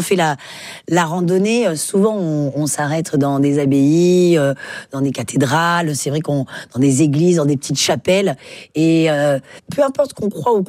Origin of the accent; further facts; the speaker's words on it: Occitanie, France; Oui, il faut dire que je viens des Cévennes. Mmh. Donc, j'étais plutôt gardienne de chèvres.